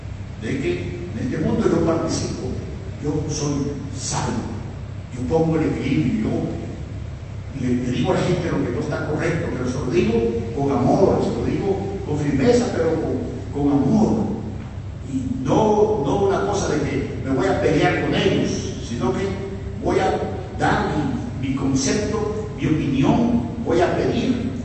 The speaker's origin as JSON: {"language": "Spanish", "country": "El Salvador", "moved": "yes", "said": "No solamente aquí los que vivimos en este país, sino que usted que vive ahí en mi país."}